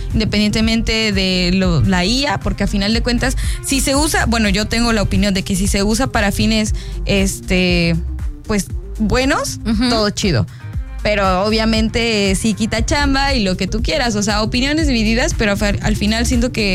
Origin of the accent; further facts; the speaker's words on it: Mexico; lo que somos los mexicanos